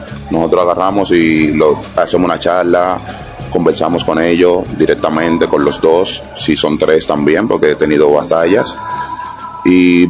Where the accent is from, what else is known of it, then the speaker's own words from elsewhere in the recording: Las Caobas, Santo Domingo, Dominican Republic; vengo de Las Caobas.